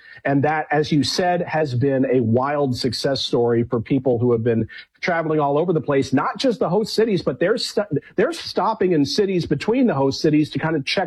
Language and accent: English; United States; this has kind of affected me in a way where I, as an American, I was blown away by this